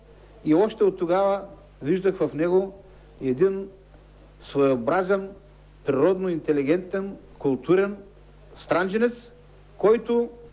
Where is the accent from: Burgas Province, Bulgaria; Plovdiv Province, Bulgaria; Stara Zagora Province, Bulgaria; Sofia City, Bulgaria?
Burgas Province, Bulgaria; Vizitsa; Познавам го от ранно детство, тъй като село Заверново отстои на 7 км от моето родно село Визица.